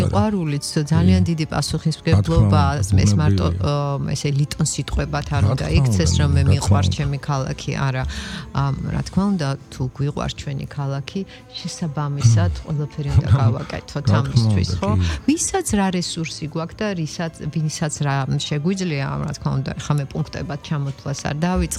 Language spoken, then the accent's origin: Georgian; Tbilisi, Georgia; მე ძირძველი თბილისელი ვარ თაობებით მსოლოვაკელი ვარ